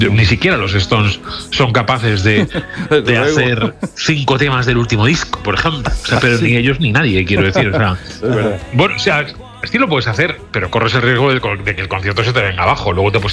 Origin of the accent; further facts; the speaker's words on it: Alicante, Valencian Community, Spain; moved away as an adult; also born or lived in Madrid; aunque nací es en Madrid, pero luego me fui muy, muy crío, con 6-7 años me fui a vivir a Alicante. Y desde esa edad, más o menos, hasta los, un poco antes inclusive, hasta los 18, que ya me voy a ir a Valencia